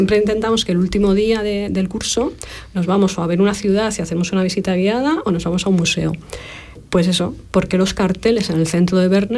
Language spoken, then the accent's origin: Spanish; Madrid, Community of Madrid, Spain; yo soy de Madrid